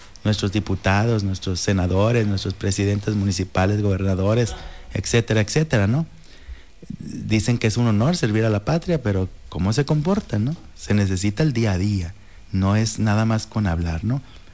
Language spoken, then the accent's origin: Spanish; Mexico; todos los que somos mexicanos